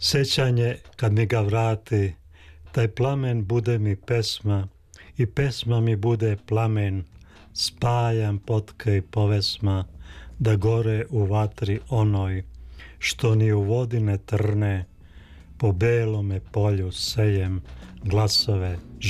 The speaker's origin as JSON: {"language": "Serbian", "town": "Prijedor", "region": "Republika Srpska", "country": "Bosnia & Herzegovina", "tie": "born or raised there", "said": "u ambijentu u kojem sam ja odrastao. Ja sam iz Prijedora, imaju dve reke"}